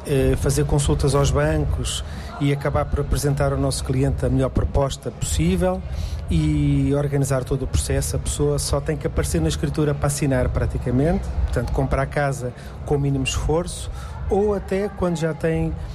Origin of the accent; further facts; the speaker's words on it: São Martinho da Cortiça, Centro, Portugal; Nós originariamente somos de São Martinho da Cortiça.